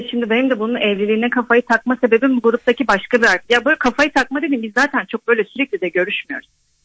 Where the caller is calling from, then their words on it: Adana, Turkey; Ben Adana'dan arıyorum.